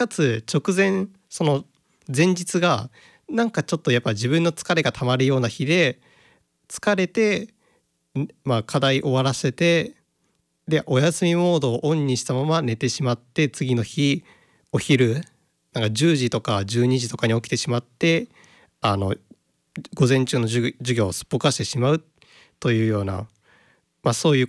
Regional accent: Okayama, Japan; 私岡山出身と言ったことがあったと思うんですけども

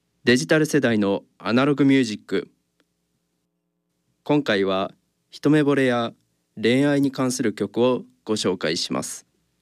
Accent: Shiga, Japan; moved away; 私は滋賀県出身ですが

